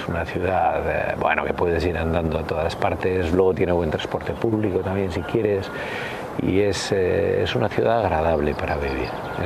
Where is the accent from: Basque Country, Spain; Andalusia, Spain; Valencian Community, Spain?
Basque Country, Spain; Yo soy vasco y solo me siento va